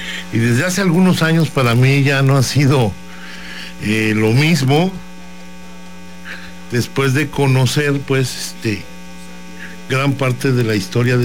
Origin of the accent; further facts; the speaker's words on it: Mexico; ni me siento menos mexicano.